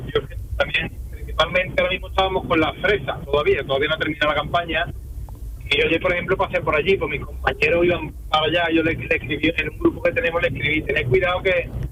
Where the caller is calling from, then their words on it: Cañada Rosal, Andalusia, Spain; Yo de Cañada Rosal, Sevilla.